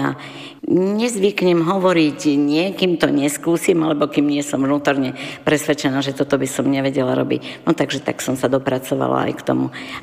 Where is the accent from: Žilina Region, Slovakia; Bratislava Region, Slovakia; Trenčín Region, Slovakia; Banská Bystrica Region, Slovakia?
Banská Bystrica Region, Slovakia; Brezno; moved away as an adult; also born or lived in Prešov / Košice; now in Michalovce, Slovakia; Nie som z Michaloviec, ja pochádzam z hore Hronia, som z Brezna, takže sa hrdo hlásim k dvom mestám. K Breznu, kde som vyrastala, a k Michalovciam, kde som už viac ako 50 rokov.